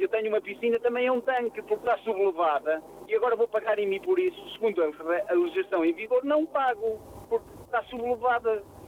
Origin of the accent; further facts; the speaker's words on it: Portugal; Enquanto nós, portugueses, não tivermos essa percepção do que é uma definição de Estado, vamos ter sempre um muro de lamentações.